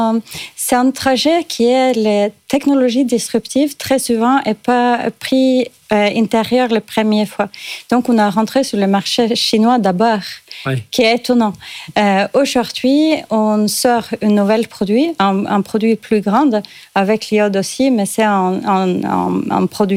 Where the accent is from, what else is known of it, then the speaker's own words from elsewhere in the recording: Norway; now in France; je suis norvégienne et j'ai grandi près de Hanoï